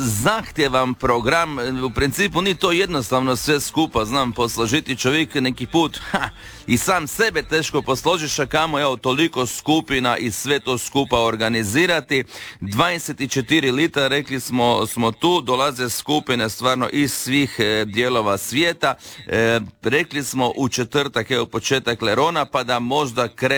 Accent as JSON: {"language": "Croatian", "region": "Istria County", "country": "Croatia", "said": "Tu su kod nas u Istri Pićan, evo malo sam se raspita, Nova Vas, Porečka, Karnica i Brtonigla."}